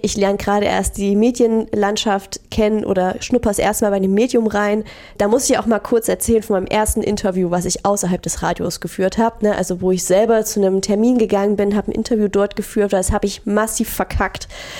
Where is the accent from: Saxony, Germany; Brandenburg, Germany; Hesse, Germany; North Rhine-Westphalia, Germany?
Saxony, Germany; Crimmitschau; Ich bin aus Krimmitschau hergezogen. Ich kannte hier jemanden.